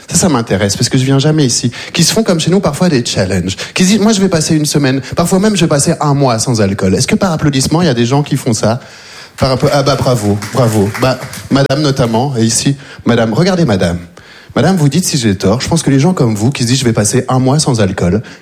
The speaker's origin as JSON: {"language": "French", "country": "Belgium", "tie": "born or raised there", "said": "Je viens de Belgique, je suis arrivé en Belgique quand j'avais 3 ans, j'ai vécu toute ma vie là-bas"}